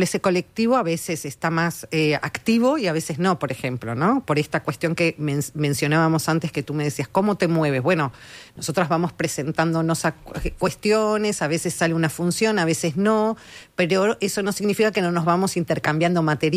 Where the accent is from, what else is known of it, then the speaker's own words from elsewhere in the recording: Argentina; now in Uruguay; porque yo no vine de pequeña aquí a Uruguay, mira que estaba cerquita porque de pequeña estaba en Argentina